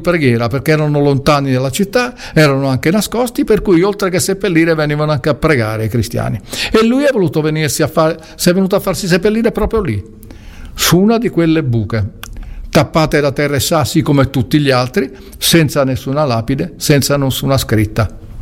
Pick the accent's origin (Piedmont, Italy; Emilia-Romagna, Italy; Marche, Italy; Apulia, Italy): Marche, Italy; Ascoli Piceno; per noi ascolani